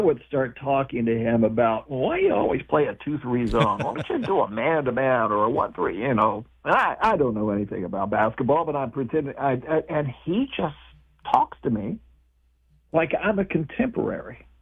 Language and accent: English; Logan, West Virginia, United States; I'm from Logan